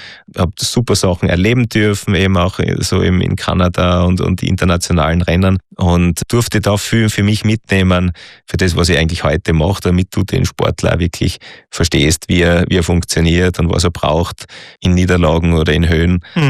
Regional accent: Austria; also bei uns in Österreich vor allem zwischen die zwei Verbände.

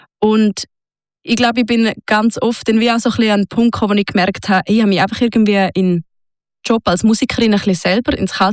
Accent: Sargans, St. Gallen, Switzerland; hat mich mal gefragt, in meiner Heimatstadt Sargans

